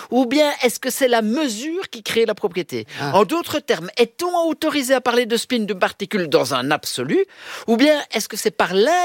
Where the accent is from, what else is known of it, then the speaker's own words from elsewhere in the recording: Milan, Lombardy, Italy; born there; because quelque part je suis né à Milan.